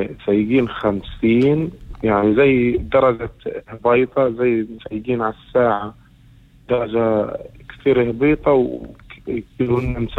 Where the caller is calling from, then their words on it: Shaqib al-Salam, Southern District, Israel; أنا طلعت من شقيب السلام وأخذت العروس من رهط.